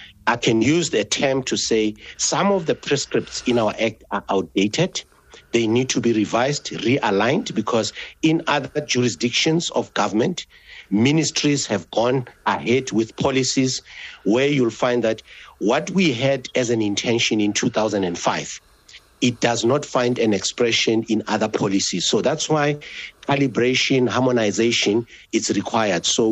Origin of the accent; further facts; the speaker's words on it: South Africa; as South African citizens.